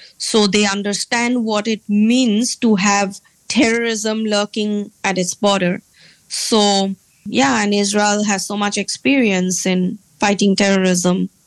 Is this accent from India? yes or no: yes; India; moved away; I come from India originally